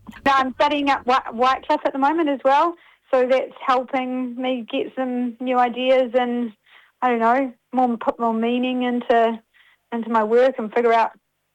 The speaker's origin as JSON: {"language": "English", "town": "Plimmerton", "region": "Wellington", "country": "New Zealand", "said": "I'm from Te Whanga Nui Atara, just north, a little place called Plimoton, which is by the sea."}